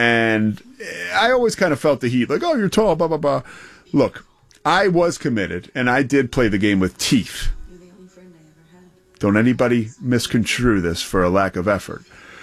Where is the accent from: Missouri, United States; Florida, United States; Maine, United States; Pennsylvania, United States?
Pennsylvania, United States; Villanova; When I was a kid, I grew up right around Villanova University, and my mom worked at the school